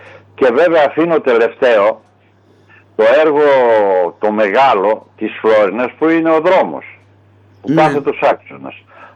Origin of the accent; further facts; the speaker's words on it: Western Macedonia, Greece; Είμαι από το Δήμο Μελίτης.